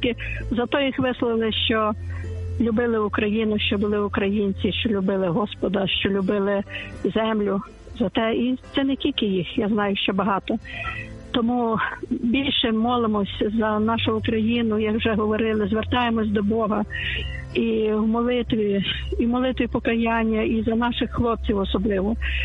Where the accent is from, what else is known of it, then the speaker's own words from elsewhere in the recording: Chernivtsi Oblast, Ukraine; moved away as an adult; now in Lviv, Ukraine; Я дякую за той край, де я народилася. Я вже колись говорила, я народилася на Буковині. І хоч я там жила всього 17 років, ну, але мене, я кожного року приїжджаю туди, в батьківський дім.